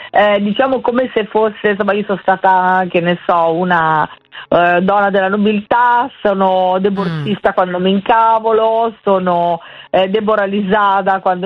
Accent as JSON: {"language": "Italian", "town": "Pioltello", "region": "Lombardy", "country": "Italy", "said": "io sono proprio di Pioltello e quindi … così semplice senza H"}